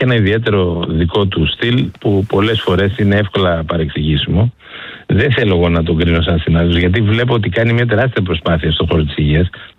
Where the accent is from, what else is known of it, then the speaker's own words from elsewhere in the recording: Eastern Macedonia and Thrace, Greece; εγώ επισημαίνω που κατάγομαι και από την Ροδόπη